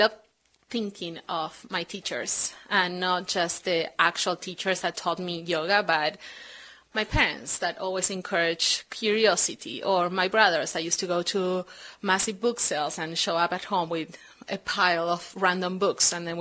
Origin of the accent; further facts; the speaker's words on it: Buenos Aires, Argentina; moved away; I'm from Buenos Aires, a very nightlife culture